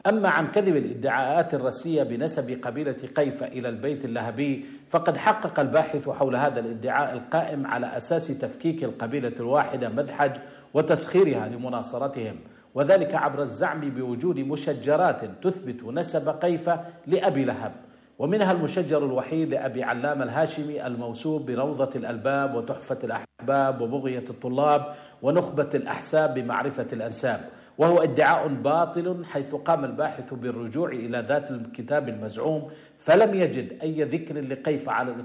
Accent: Yemen; لنا كيمنيين

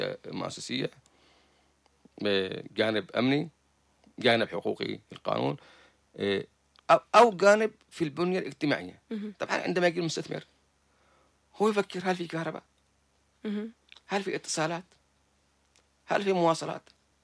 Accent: Yemen; عندنا في اليمن

